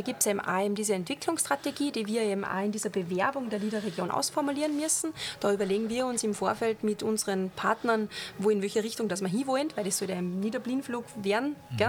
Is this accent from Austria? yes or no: yes; Austria